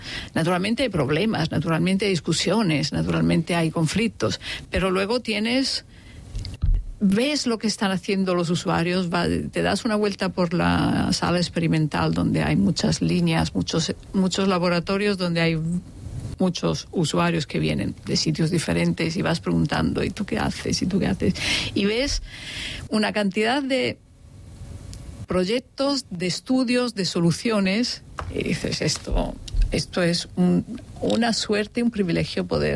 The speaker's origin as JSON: {"language": "Spanish", "region": "Andalusia", "country": "Spain", "said": "Y soy mujer y andaluza."}